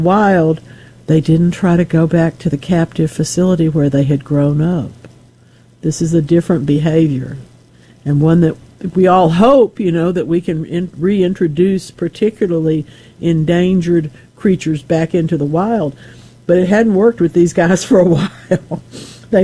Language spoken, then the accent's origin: English; United States; He was the president of the school board in my hometown. Remember, we're sitting in front of the Washita River today. That's where he brought me up.